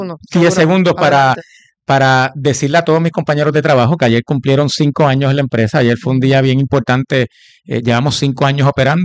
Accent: Puerto Rico; es de todos nosotros como puertorriqueños

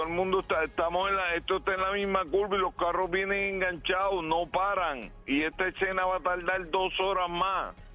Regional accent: Fajardo, Puerto Rico; No, negativo, esto es de Fajardo, yo soy nacido y criado aquí en Fajardo.

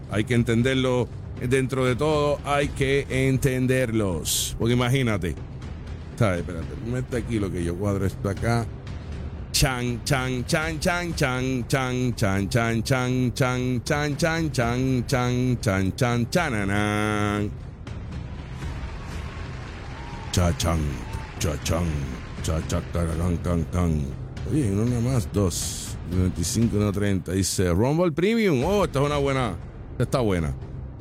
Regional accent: Aibonito, Puerto Rico; directamente del Tribunal de Aybonito. Oye, mi pueblo.

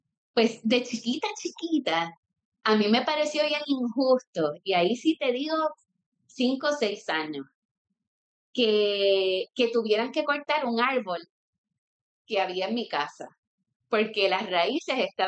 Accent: Caguas, Puerto Rico; also born or lived in Humacao; yo me crié en Caguas, pero después como que me mudé y no hubo como, no sé cómo decirlo.

